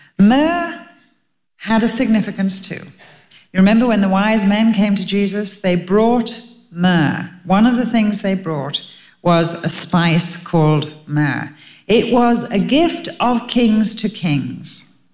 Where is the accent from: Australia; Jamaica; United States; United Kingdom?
United Kingdom; England; Maybe I'm the only one that makes rice puddings, being English, but I always load it with cinnamon.